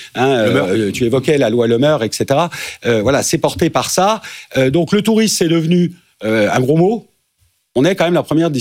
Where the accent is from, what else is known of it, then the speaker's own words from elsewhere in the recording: Nantes, Pays de la Loire, France; Moi, nous, on vient de Nantes.